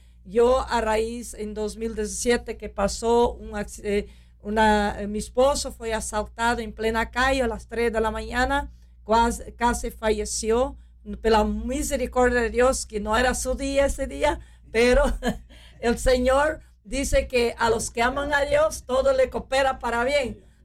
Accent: Brazil; yo también soy latina de Sudamérica, de Brasil, pero no somos buenos ahorrando, ¿no?

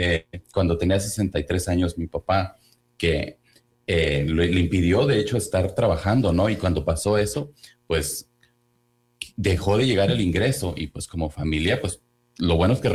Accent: Mexico; yo también soy mexicano, vengo de una familia migrante

